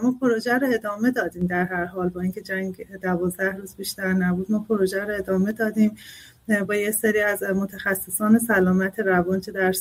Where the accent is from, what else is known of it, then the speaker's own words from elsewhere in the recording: Iran; من نه فقط به عنوان یک ایرانی